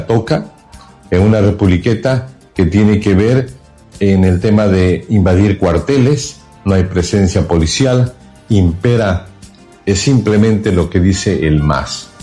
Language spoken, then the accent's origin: Spanish; Bolivia